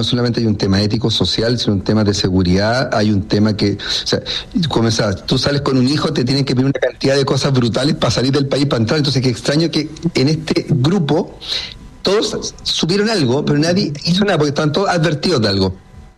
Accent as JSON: {"language": "Spanish", "region": "Magallanes and Chilean Antarctica", "country": "Chile", "said": "si somos magallánicos, esto no es Santiago"}